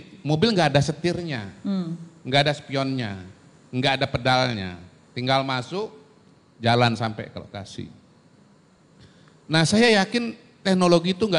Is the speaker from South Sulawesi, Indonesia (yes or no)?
no; Palangkaraya, Central Kalimantan, Indonesia; born there; moved away; saya waktu SMP masih era saya di Palangkaraya